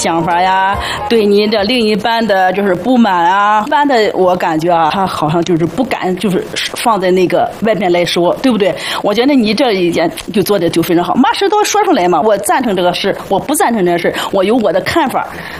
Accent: Tianjin, China; 我来自天津，

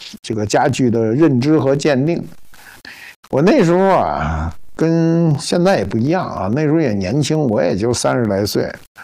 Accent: China; 只是他是一个美国人，我是一个中国人。

